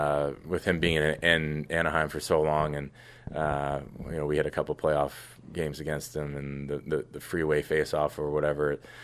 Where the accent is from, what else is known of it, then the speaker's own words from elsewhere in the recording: Toronto, Ontario, Canada; for me growing up in Toronto